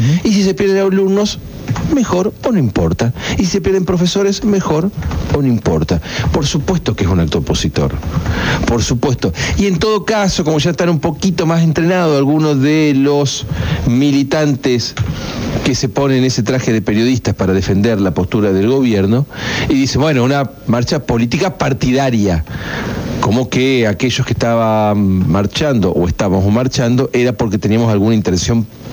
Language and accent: Spanish; Argentina